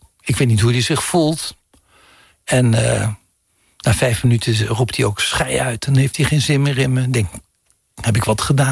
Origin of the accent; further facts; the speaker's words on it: Heerlen, Limburg, Netherlands; Ik kom uit Zuid-Limburg, uit Heerlen.